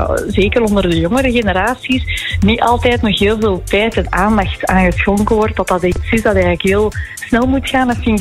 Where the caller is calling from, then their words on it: Antwerp province, Flanders, Belgium; provincie Antwerpen, ja, klopt.